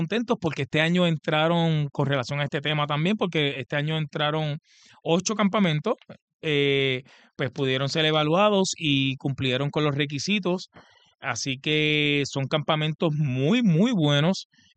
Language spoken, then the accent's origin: Spanish; Aguabuena, Aragua, Venezuela; mi pueblo Aguabuena